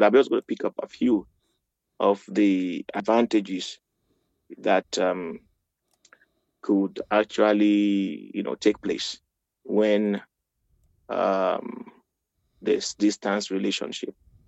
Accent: Nigeria; now in Eisenstadt, Austria; I reside here in Eisenstadt and I'm originally from Nigeria.

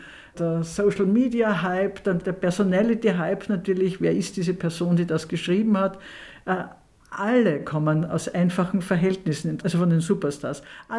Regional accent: Lower Austria, Austria; Also das haben wir immer bei uns im Weinviertel draußen in der Kellergasse.

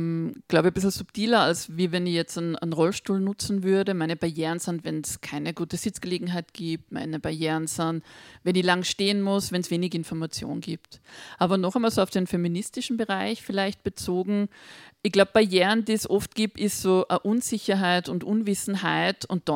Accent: Salzburg, Austria; Angeschaselt werden, gibt es auch im Pinzgerischen, wo ich herkomme. Ist eine, gute Worte haben wir im Dialekt.

